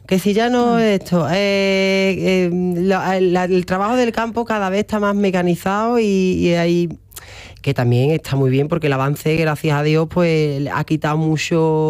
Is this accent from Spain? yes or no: yes; La Luisiana, Andalusia, Spain; Pueblo de Sevilla, la Luisiana, que está justo al lado de la Sartén de Andalucía, Écija.